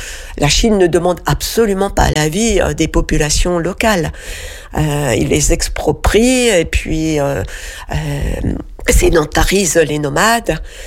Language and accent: French; France; born there; cette vie-ci, je suis née en France.